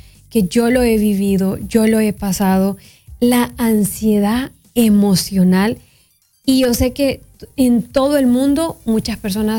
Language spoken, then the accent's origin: Spanish; Honduras; Saben que yo soy de Honduras, pero tengo familia por parte de mi papá en Guatemala.